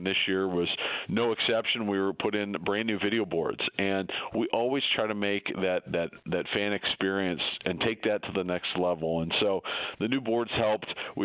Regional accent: Akron, Ohio, United States; I think really just this is my hometown, and I'm from Akron, and having a chance to see, the ballpark in downtown Akron really return to the glory

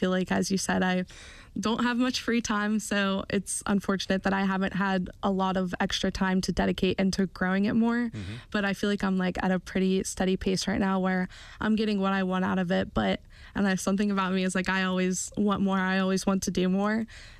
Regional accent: Weirton, West Virginia, United States; now in Morgantown, United States; I'm from Weirton, West Virginia. So born and raised in West Virginia. I feel like I've more associated myself with like Pittsburgh and kind of like the Ohio Valley area

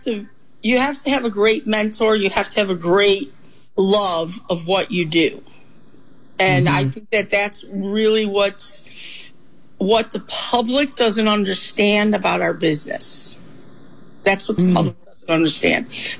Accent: Chicago, Illinois, United States; moved away as an adult; also born or lived in Los Angeles / Santa Barbara; my hometown, in my home city of Chicago.

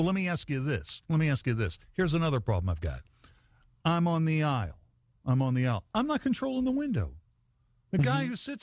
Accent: United States; I'm from Harrison County.

